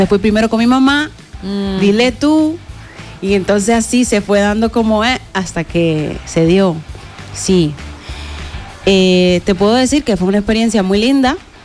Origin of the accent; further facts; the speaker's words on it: Cuba; En Cuba, crecí en Cuba, me crié con mis abuelitos, y esa señora vivía enfrente